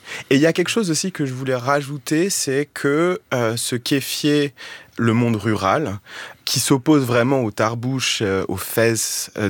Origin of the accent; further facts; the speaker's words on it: Tunisia; j'ai beaucoup travaillé sur la Tunisie, je suis tunisien